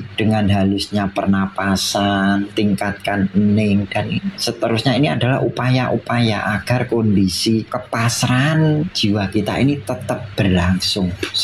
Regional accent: Java, Indonesia; khususnya kita orang Jawa

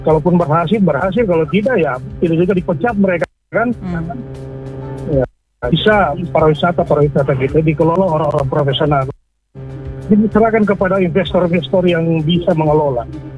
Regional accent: Donggala, Central Sulawesi, Indonesia; Walaupun saya orang Donggala, tapi saya juga merasa prihatin juga itu.

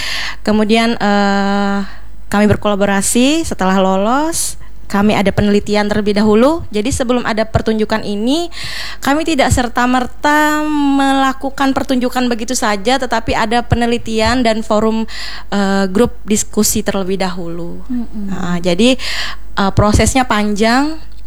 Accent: Banjar, South Kalimantan, Indonesia; moved away; saya sebagai seorang pendatang ya, saya dari Banjar

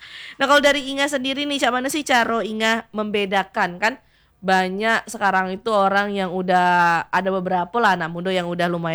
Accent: Kedurang, Bengkulu, Indonesia; saya orang Kedurang ya Inga yo.

